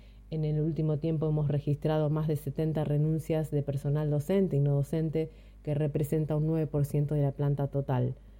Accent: Argentina

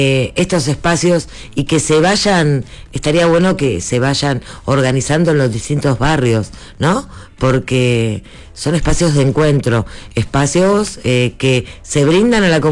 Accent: Buenos Aires, Argentina; yo que soy de Barracas

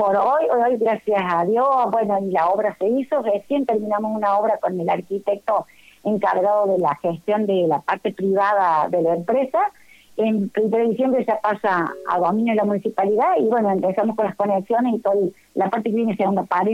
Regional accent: Almafuerte, Córdoba, Argentina; Somos el portal de Calamuchita

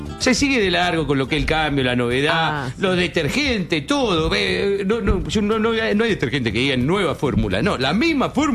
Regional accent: Argentina; Sí, soy argentina y el argentino así.

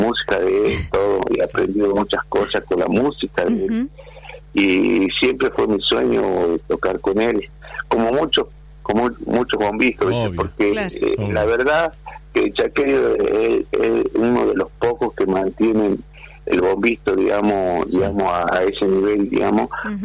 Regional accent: Salta, Argentina

